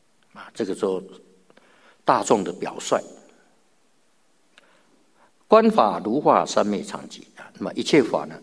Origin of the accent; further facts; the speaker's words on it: China; now in Australia; 中秋节啊，那么大家呢也从中国啊来到澳洲啊，那我们都是外国人啊。